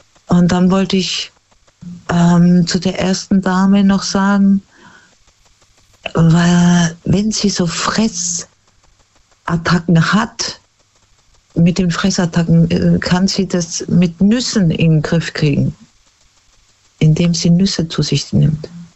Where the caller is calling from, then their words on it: Germany; Und dann bist du ja auch noch in einem Religionsbereich, wo du eigentlich dich nicht so auskennst als Deutsche.